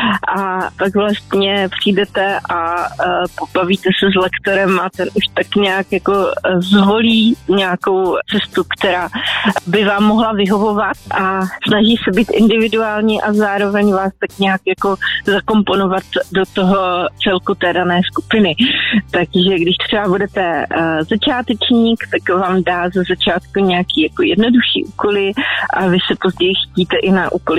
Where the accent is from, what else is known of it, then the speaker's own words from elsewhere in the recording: Brno, South Moravian Region, Czechia; born there; now in Ivanovice na Hané, Czechia; Já jsem teď momentálně z Ivanovic na Hané, ale rodák Brna.